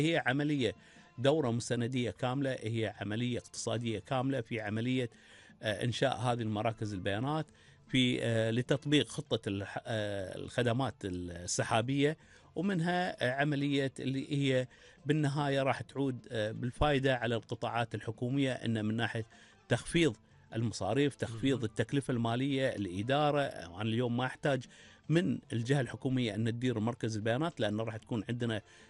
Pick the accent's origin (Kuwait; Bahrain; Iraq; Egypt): Kuwait; إحنا بالكويت هنا نتميز في بنية تحتية من ناحية الاتصالات